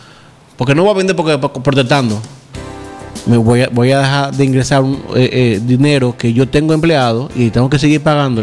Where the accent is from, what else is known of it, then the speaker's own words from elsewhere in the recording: Dominican Republic; nosotros como dominicanos